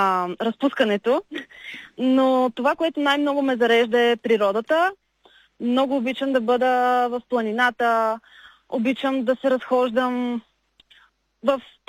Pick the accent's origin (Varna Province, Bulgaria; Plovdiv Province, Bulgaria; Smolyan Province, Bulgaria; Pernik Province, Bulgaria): Varna Province, Bulgaria; Varna; Понеже съм от Варна